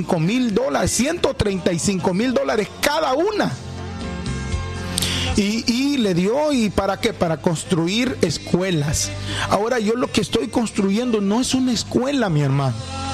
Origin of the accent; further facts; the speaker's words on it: Honduras; Mire, allá en mi país, Honduras, hay un hombre